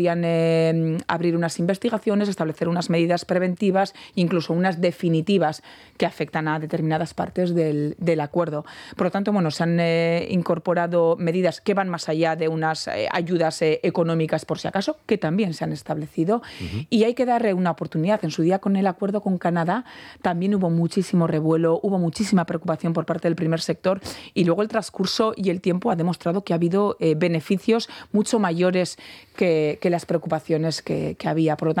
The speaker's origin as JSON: {"language": "Spanish", "region": "Basque Country", "country": "Spain", "said": "Y es lo que defendemos como pueblo vasco."}